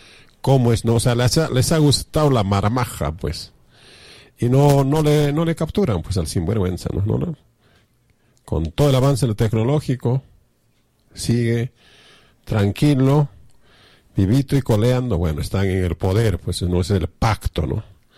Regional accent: Peru; now in Arequipa, Peru

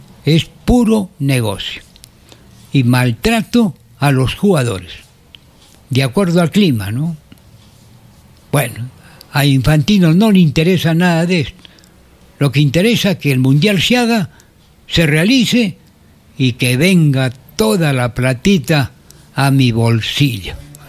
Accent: Arequipa, Peru; estamos como arequipeños, ¿no?

